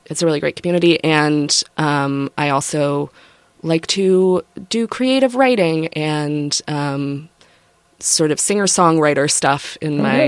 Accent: Newfoundland and Labrador, Canada; I was born in Newfoundland, Canada, born and raised in Canada. My mom's American, though.

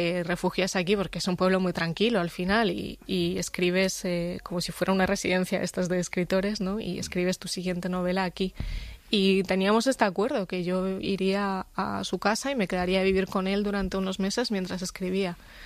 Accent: Region of Murcia, Spain; born or raised there

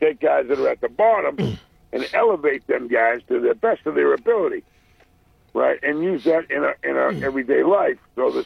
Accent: United States

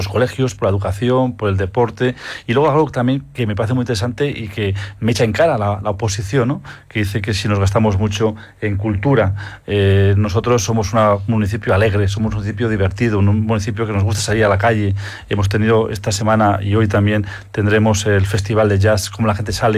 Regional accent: Tres Cantos, Community of Madrid, Spain; Yo como español, como tricantino, como español

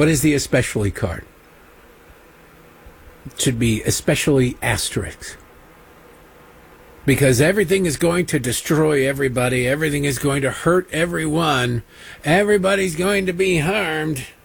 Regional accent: Detroit, Michigan, United States; I was hearing this growing up in Detroit.

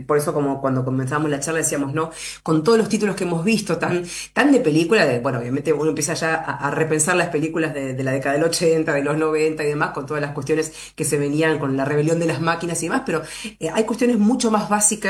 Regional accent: Argentina; ¿En qué punto o en qué lugar nos paramos como sociedad argentina frente a esta tecnología?

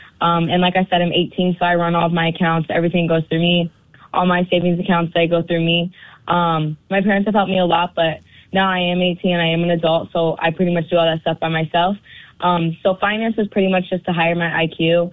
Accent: Illinois, United States; now in Arizona, United States; I moved from Illinois to Arizona, so that right there is a big culture shock in itself.

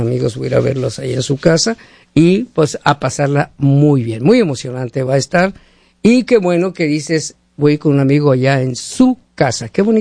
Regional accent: Hermosillo, Sonora, Mexico; now in United States; Yo soy de Hermosillo, Sonora

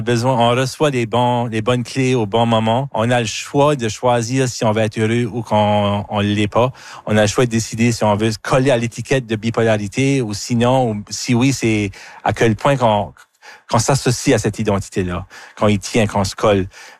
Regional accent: Acadia, Canada; je viens de l'Acadie, comme ton premier album.

